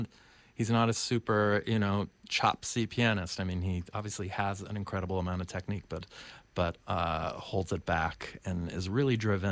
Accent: United States; I'm an American Jew

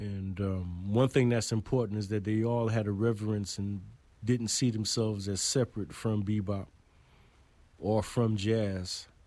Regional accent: Brooklyn, New York, United States; I remember seeing Rashid when I was a child, you know, because I grew up in Brooklyn

